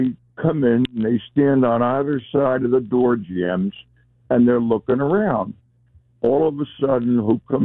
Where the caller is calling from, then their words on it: New Jersey, United States; from New Jersey.